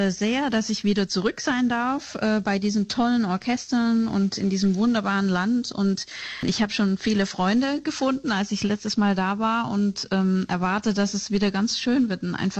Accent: Schwäbisch Gmünd, Baden-Württemberg, Germany; für mich natürlich als Deutsche

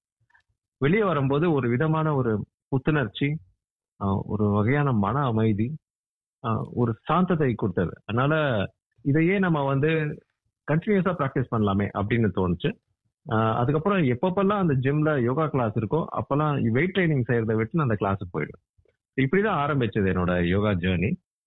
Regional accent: India; now in Australia; நான் இந்தியாவில் தான் பிறந்து வளர்ந்தேன்.

